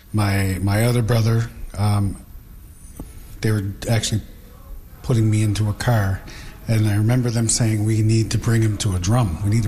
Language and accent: English; Membertou, Nova Scotia, Canada; Growing up in Membertou, we always knew that we were Mi'kmaq. We always knew that we were Native.